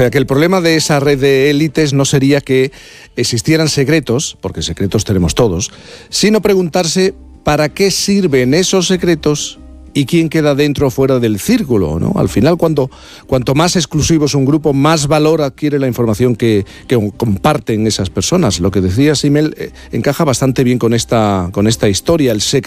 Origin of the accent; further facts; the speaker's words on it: Jerez de la Frontera, Andalusia, Spain; Hay mucho, incluso en mi tierra, en Jerez de la Frontera.